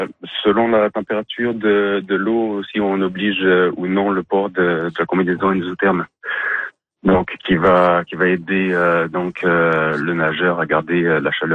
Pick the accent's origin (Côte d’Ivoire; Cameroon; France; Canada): Canada; Dalhousie, New Brunswick; Sinon, je viens de la région de Dalhousie.